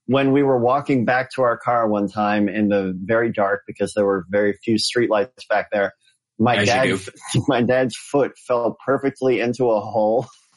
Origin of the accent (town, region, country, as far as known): Northfield, Illinois, United States; born there